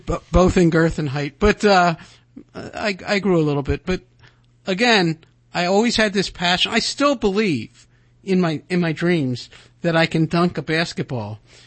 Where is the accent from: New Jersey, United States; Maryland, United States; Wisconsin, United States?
Maryland, United States; Baltimore; because I grew up in Baltimore